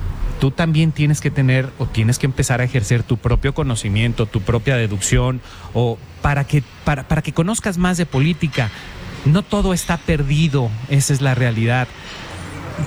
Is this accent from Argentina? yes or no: no; Mexico; somos buenos como mexicanos